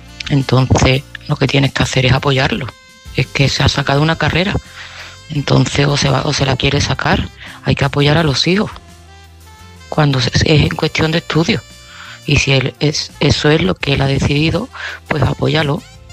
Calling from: Seville, Andalusia, Spain; de Sevilla

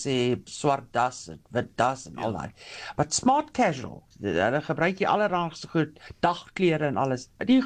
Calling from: Graaff-Reinet, Eastern Cape, South Africa; ek is van Graafrenet.

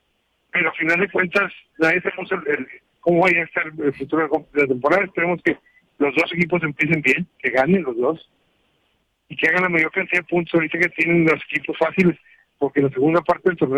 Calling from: Monterrey, Nuevo León, Mexico; yo soy regio 100%.

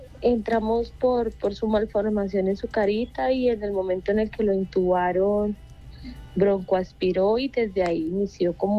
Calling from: Villa del Rosario, Norte de Santander, Colombia; Nosotros venimos desde Villa del Rosario, de Norte de Santander, de Cúcuta, Norte de Santander.

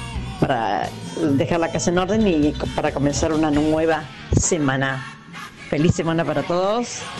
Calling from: Alta Gracia, Córdoba, Argentina; desde Altagracia.

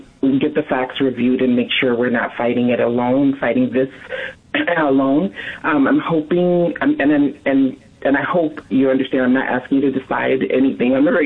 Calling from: Chicago, Illinois, United States; I'm in Chicago.

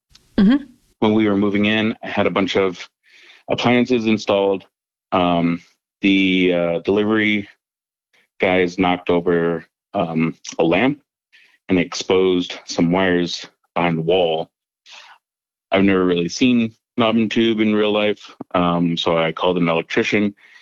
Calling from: Milwaukee, Wisconsin, United States; I'm calling from Milwaukee, Wisconsin.

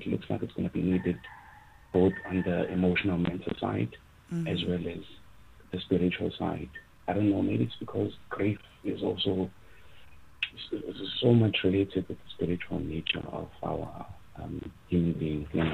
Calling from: South Africa; So, I guess it's proper. I'm in South Africa.

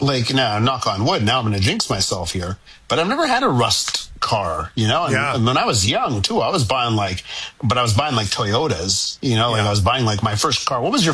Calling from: Quebec, Canada; Listen, you know, in Quebec, I come to you from Soviet Quebecistan, as you know. And, you know, here we like to tax you. You know, they know how to tax in Quebec.

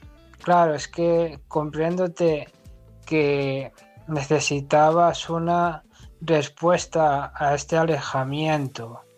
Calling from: Asturias, Spain; desde Asturias.

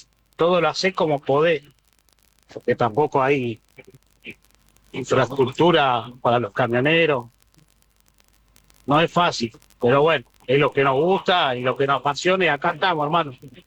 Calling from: Tigre, Buenos Aires Province, Argentina; de Tigre.

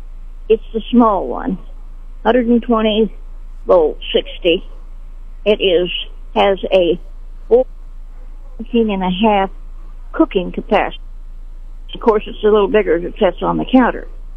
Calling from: Sedalia, Missouri, United States; Yeah, I'm calling from Sedalia.

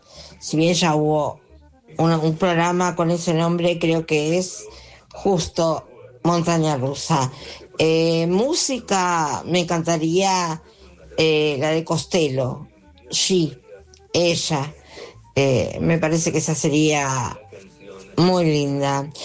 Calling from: Buenos Aires, Argentina; de Belgrano.

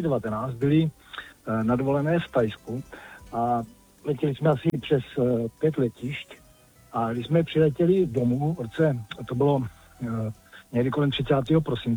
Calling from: Brno, South Moravian Region, Czechia; Já jsem teda jako z Brna.

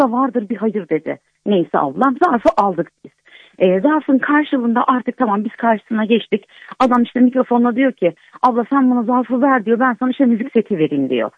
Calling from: Samsun, Turkey; Samsun'dan arıyorum. Samsun merkezden arıyorum.

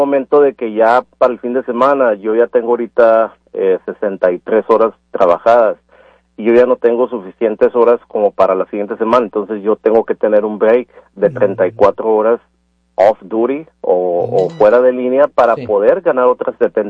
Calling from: Vancouver, Washington, United States; Pues yo vivo en Vancouver, Washington, pero pues trabajo en Portland, tengo mis amigos en Portland

